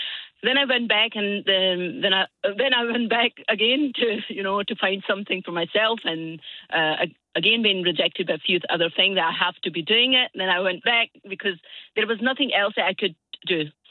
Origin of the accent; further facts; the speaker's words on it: Pakistan; moved away as an adult; now in Glasgow, United Kingdom; when I came into UK in Glasgow 20 years ago, I had a degree from back home. I came from Pakistan and I had a degree in anthropology.